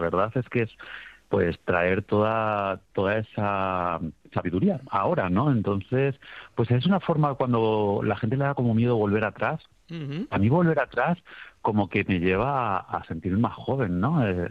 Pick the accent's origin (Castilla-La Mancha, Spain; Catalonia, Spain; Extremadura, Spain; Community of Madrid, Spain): Extremadura, Spain; Montánchez; años, cuando se creó el Jarramplas, el Peropalo, los negritos, o los gurramachos en Montanche, en mi pueblo?